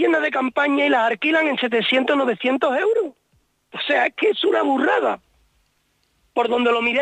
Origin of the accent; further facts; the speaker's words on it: Seville, Andalusia, Spain; also born or lived in Ibiza; yo me he criado en Sevilla, pero nací en Ibiza.